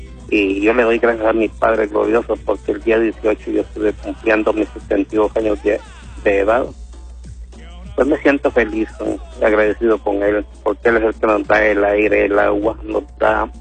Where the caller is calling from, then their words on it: Lepaterique, Francisco Morazán, Honduras; aquí lo llamo de Lepaterique